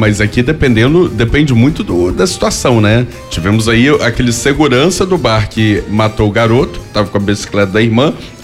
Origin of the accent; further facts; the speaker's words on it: Rio de Janeiro, Brazil; Só porque o meu não, que eu sou do Leblon